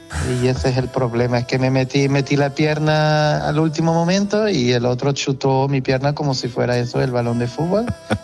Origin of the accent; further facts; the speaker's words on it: Portugal; first language Portuguese; Spanish is a second language; lo que traigo es mi acento, y yo estoy muy orgulloso del portugués, de la lengua portuguesa, y también como la hablan los portugueses, ¿sabes?